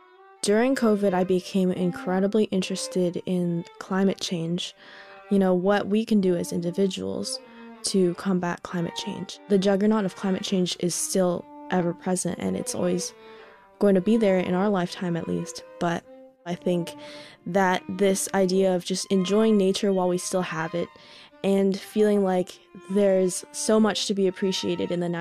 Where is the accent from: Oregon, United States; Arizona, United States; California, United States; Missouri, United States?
California, United States; Los Angeles; I'm from Los Angeles, California, and I play the violin.